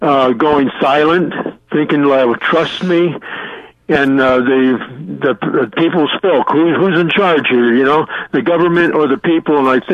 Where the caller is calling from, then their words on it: Canterbury, Connecticut, United States; I'm calling from Canterbury.